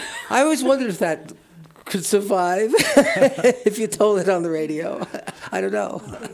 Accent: New York, United States; So I was a kid growing up in New York.

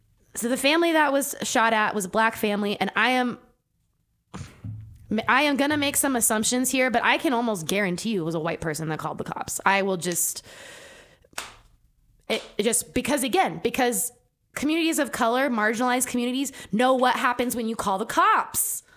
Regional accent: Santa Fe, New Mexico, United States; growing up in Santa Fe.

